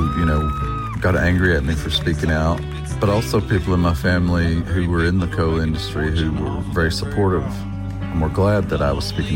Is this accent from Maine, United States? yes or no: no; Kentucky, United States; now in Lexington, United States; I'm from Eastern Kentucky, and I live in Lexington, Kentucky. I lived in my hometown for the first 35 years of my life